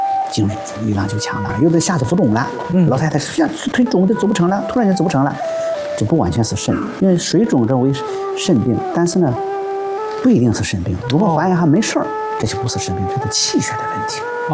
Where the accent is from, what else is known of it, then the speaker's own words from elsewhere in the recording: Shanxi, China; 我山西人嘛，山西的。